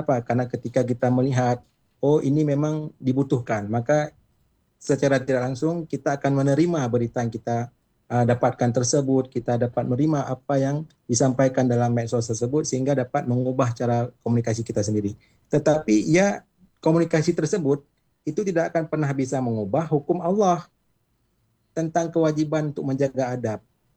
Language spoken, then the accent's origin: Indonesian; Aceh, Indonesia; kita orang Aceh